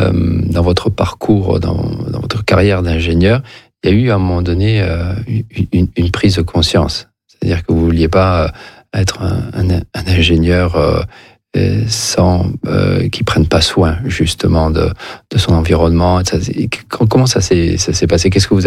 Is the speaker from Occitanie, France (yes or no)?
yes; Montpellier, Occitanie, France; je suis montpelliérain, et donc on se comprend dans notre dialecte.